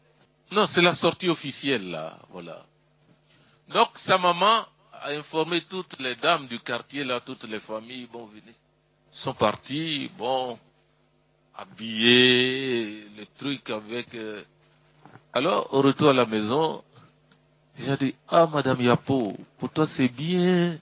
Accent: Abidjan, Côte d’Ivoire; J'ai grandi à Port-Bois avec un de leurs enfants

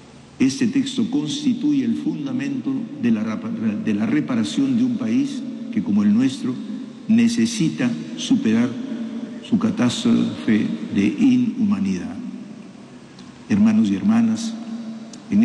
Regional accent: Peru

